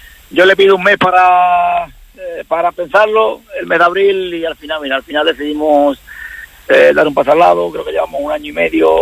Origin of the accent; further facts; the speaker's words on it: Lepe, Andalusia, Spain; soy del EPE